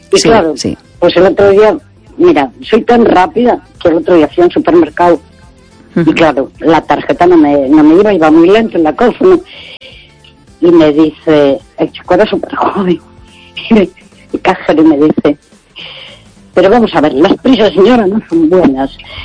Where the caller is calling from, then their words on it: Santiago de Compostela, Galicia, Spain; de Santiago